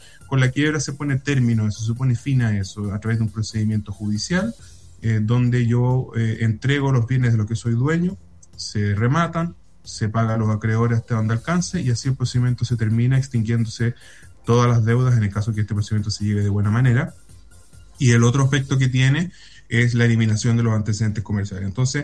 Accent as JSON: {"language": "Spanish", "town": "Viña del Mar", "region": "Valparaíso", "country": "Chile", "also_born_or_lived": "Villa Alemana", "said": "nosotros somos de Viña. Sí, sí. Bueno, yo especialmente tengo mi corazón dividido entre Villa Alemana y Viña del Mar. Estudié en Valparaíso, estudié en la Universidad Católica de Valparaíso"}